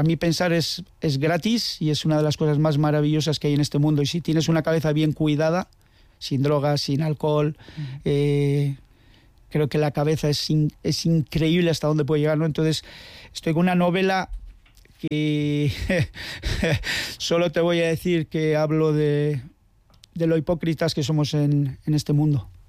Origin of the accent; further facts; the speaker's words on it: Basque Country, Spain; ¿Qué voy a decir de mi pueblo? El mejor pueblo de Euskal Herria, ¿no? Es un pueblo pequeño, agradable.